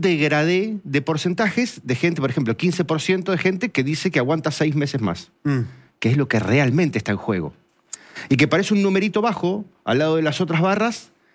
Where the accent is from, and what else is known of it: Argentina